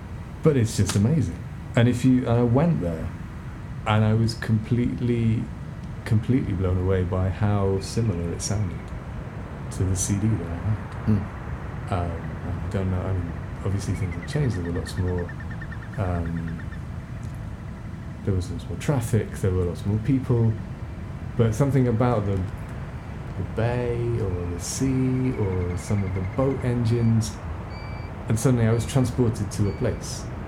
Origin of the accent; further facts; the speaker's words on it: Shetland Islands, Scotland, United Kingdom; moved away as an adult; I grew up on the Shetland Islands, out in the middle of the North Sea